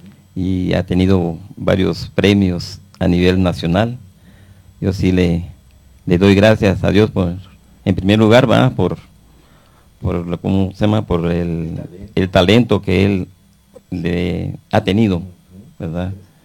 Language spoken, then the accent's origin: Spanish; Guatemala